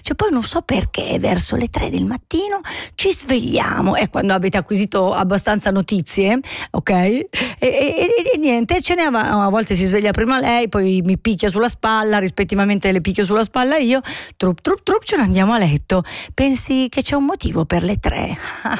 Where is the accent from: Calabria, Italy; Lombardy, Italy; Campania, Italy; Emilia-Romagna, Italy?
Calabria, Italy; Io sono un calabrese, vorrei mica trattarle male le donne.